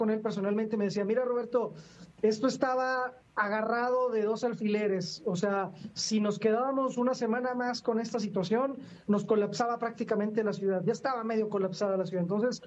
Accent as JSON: {"language": "Spanish", "region": "Comarca Lagunera", "country": "Mexico", "said": "ustedes nos conocen a los laguneros"}